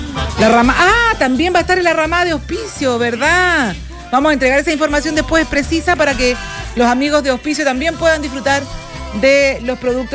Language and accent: Spanish; Chile; Somos chilenos